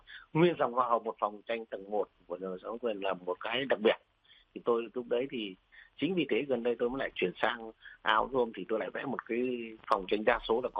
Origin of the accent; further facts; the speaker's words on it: Vĩnh Tường, Vĩnh Phúc, Vietnam; Tôi trình bày với tri ân với quê tôi sinh ra lớn lên ở phủ Vĩnh Tường mà